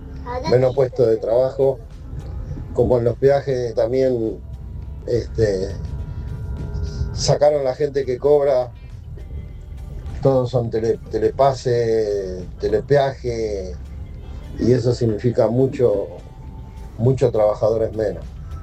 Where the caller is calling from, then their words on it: La Matanza, Buenos Aires Province, Argentina; de La Matanza.